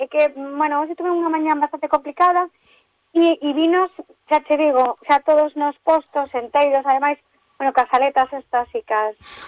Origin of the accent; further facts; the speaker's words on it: Galicia, Spain; Sabe comer, pero sí, pero comer, comer como boa galega dáseme bastante ben.